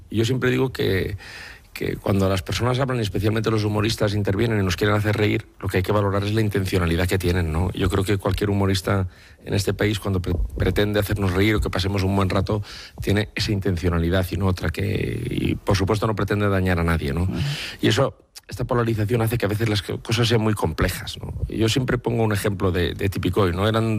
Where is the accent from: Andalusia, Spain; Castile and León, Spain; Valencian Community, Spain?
Valencian Community, Spain